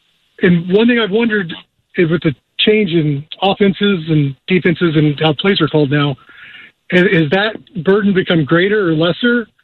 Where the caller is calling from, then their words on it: Newcastle, Oklahoma, United States; I'm calling from Newcastle, Oklahoma, right across the river from Norman.